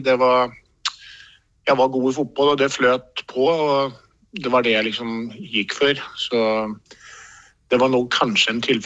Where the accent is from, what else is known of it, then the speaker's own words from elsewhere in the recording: Stockholm, Stockholm County, Sweden; Norwegian is a second language; now in Norway; var den første sangen jeg skrev, sen kom … da, som handlet litt grann om den ene delen av Stockholm der jeg kommer ifra da.